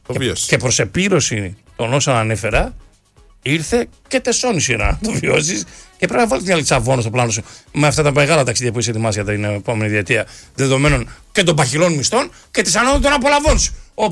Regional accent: Greece; Εμείς που μεγαλώσαμε στη Δελφόν δεν είχαμε τέτοια.

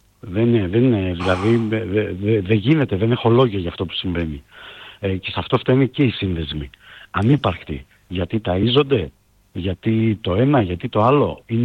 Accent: Neapoli, Central Macedonia, Greece; Γιατί εγώ έζησα και μεγάλωσα στη Νεάπολη.

